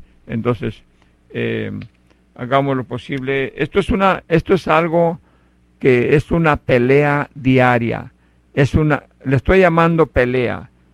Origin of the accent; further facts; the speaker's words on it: Mexico; para uno como mexicano